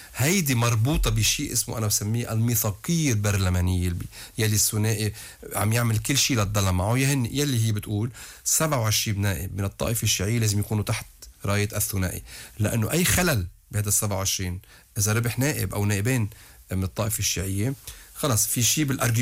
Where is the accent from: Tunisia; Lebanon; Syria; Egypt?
Lebanon; نحن بعدنا لهلا كلنا كلبنانيين عم نقول للدوله اللبنانيه نحن بدنا تكوني انت القويه